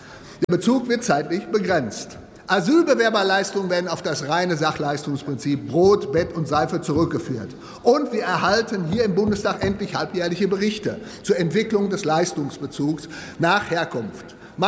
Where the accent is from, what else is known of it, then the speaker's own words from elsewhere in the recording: Dortmund, North Rhine-Westphalia, Germany; In meiner Heimatstadt Dortmund erleben wir seit Jahren, was verfehlte Einwanderungspolitik angerichtet hat.